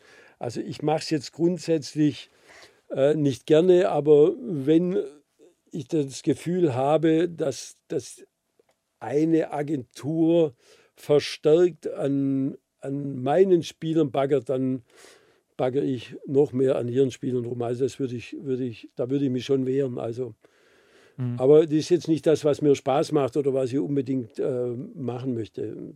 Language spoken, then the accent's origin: German; Baden-Württemberg, Germany; accent: Swabian; Meinen schwäbischen Akzent versteht man hier auch ganz gut. Die Mentalität der Menschen hier liegt mir. Ich sage immer, ich bin ein schwäbischer Berater